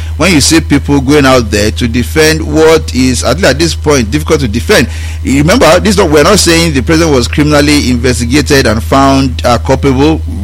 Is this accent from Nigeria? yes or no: yes; Nigeria; I'm a Nigerian and I'm speaking from a Nigerian perspective